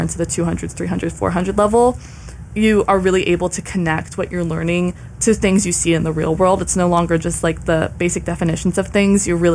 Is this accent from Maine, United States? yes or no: no; San Diego, California, United States; moved away as an adult; I'm from San Diego